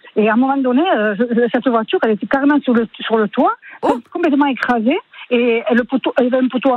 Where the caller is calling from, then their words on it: Mauguio, Occitanie, France; j'arrive chez moi, j'habite à Moggio.